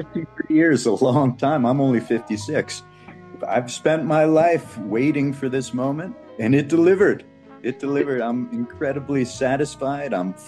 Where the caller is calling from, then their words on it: San Luis Potosí, Mexico; I'm calling from San Luis Potosí, Mexico.